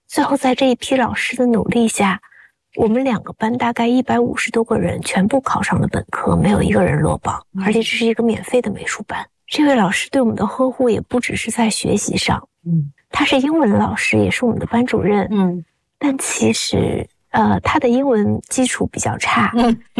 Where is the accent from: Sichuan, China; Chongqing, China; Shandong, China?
Shandong, China; accent: Jiaodong; 大家以后听到我们说英语就都知道我们是胶东人